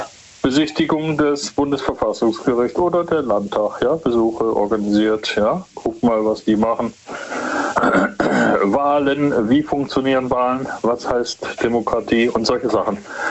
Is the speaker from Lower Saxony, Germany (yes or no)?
no; Stuttgart, Baden-Württemberg, Germany; Ich habe ja, glaube ich, erzählt, ich komme aus Stuttgart und da gibt es viele Staffeln, da musst du die Staffeln hochrennen, bleibst fit.